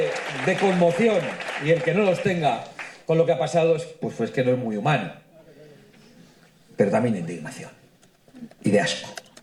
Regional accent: Spain; Somos ciudadanos españoles. Nuestra patria es España. Nuestros padres, nuestros abuelos y nuestros bisabuelos estaban en España.

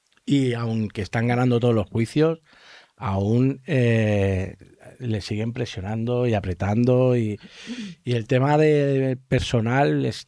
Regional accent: Spain; siendo español y queriéndote quedar en España

